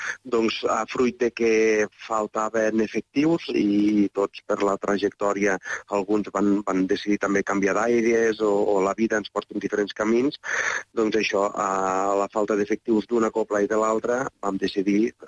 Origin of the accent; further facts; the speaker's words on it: Agramunt, Catalonia, Spain; nosaltres som d'Agramunt, de l'Urgell